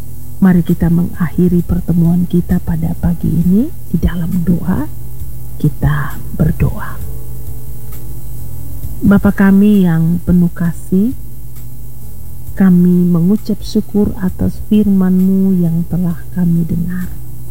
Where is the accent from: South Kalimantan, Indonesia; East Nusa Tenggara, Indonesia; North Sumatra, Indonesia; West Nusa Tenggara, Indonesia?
East Nusa Tenggara, Indonesia; Alor; kami orang Alor